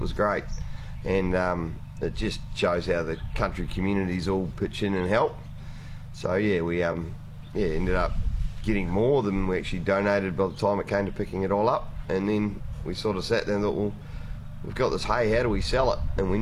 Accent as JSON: {"language": "English", "town": "Christchurch", "region": "Canterbury", "country": "New Zealand", "moved": "as an adult", "lives_now": "Wimmera, Australia", "said": "Originally from Christchurch, New Zealand."}